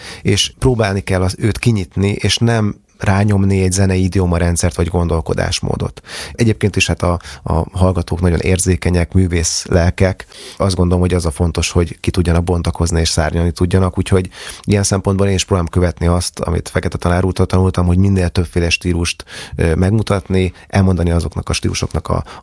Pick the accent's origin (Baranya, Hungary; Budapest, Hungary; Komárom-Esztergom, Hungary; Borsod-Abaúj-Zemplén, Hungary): Budapest, Hungary; moved away as an adult; Én Vekerlén nőttem fel, ott is éltem, éppen a közelmúltban költöztem el egyébként onnan, de egészen mostanáig Vekerlén éltem